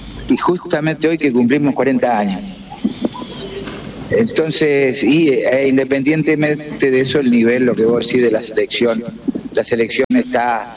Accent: Maciel, Santa Fe, Argentina; una radio de mi pueblo, ahí en Maciel, en Santa Fe

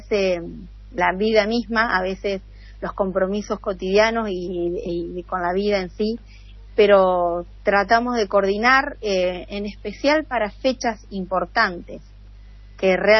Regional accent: Santo Tomé, Santa Fe, Argentina; soy de Santo Tomé, Santa Fe … mamá de tres chicos y un nieto

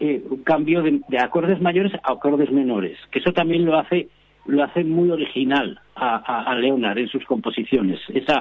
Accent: Aragon, Spain; Pero con 12, con 6 cuerdas dobles, que es un instrumento típico de Aragón, de mi tierra, ¿no?

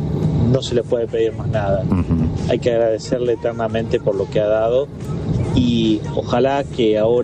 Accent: Argentina; Nosotros como argentinos tenemos que apoyar.

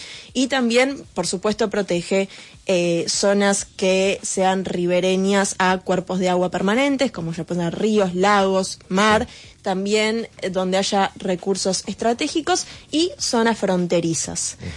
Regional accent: Buenos Aires, Argentina; Soy de acá de Buenos Aires.

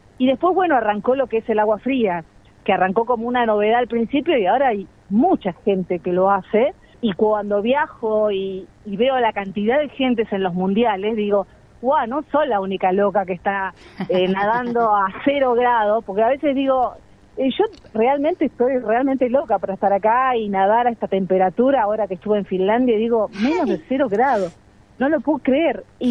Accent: Mar del Plata, Buenos Aires Province, Argentina; now in Bariloche, Argentina; Soy de Mar del Plata, pero ya te digo que soy patagónica. Ya hace muchos años que vivo acá, me casé acá, tuve mis hijos.

